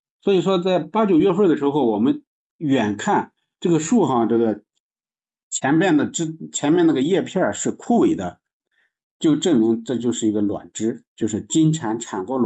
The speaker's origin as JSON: {"language": "Chinese", "region": "Shandong", "country": "China", "said": "我们山东人还跑到海南去养去了，开个玩笑就是。做知了猴这个事，可能也是我们山东人把它扩散出去了。"}